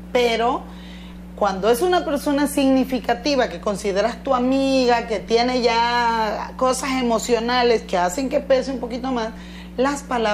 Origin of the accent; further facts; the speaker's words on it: Tabasco, Mexico; soy de Tabasco.